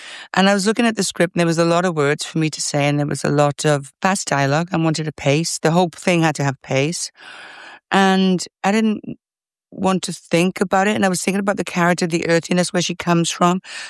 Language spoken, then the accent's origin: English; Wales, United Kingdom; accent: Welsh; I think was using my Welsh accent